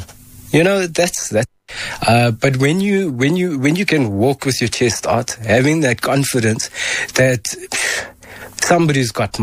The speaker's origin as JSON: {"language": "English", "town": "Benoni", "region": "Gauteng", "country": "South Africa", "said": "I'm from Benoni."}